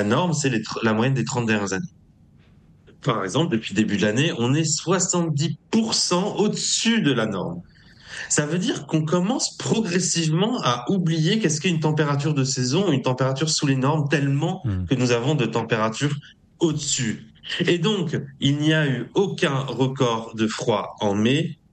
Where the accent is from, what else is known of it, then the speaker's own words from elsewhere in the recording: Montpellier, Occitanie, France; Par exemple, chez nous, à Montpellier, cette année, on a commencé à entendre certaines espèces de cigales.